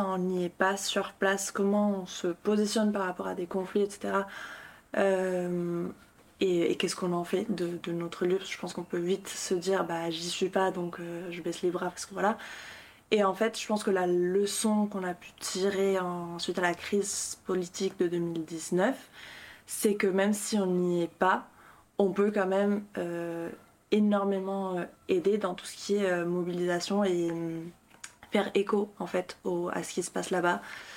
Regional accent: Bolivia; now in France; Je suis bolivienne. J'habite en France.

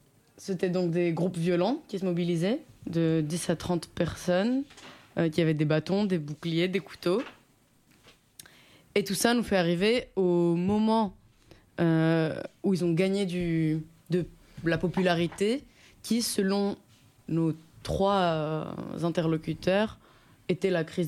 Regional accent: Athens, Attica, Greece; moi, j'ai pas grandi dans le centre, j'ai grandi à Héliopolis, en dehors du centre.

